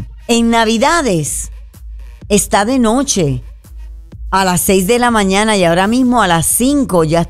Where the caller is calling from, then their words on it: Puerto Rico; yo vivo en Puerto Rico, yo hablo de mi isla.